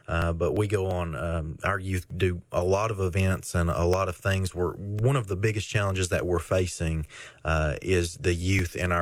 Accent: Tennessee, United States; I grew up right there in the McPheeters Bend community. I've always been a part of Baptist churches

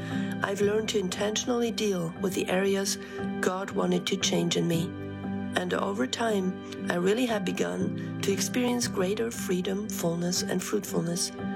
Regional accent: Germany; English is a second language; from Germany, and I'm a Revive partner.

